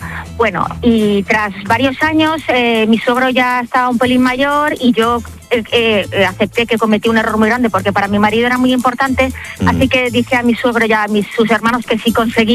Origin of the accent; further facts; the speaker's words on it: Valencian Community, Spain; y yo soy valenciana. Vivimos actualmente en Valencia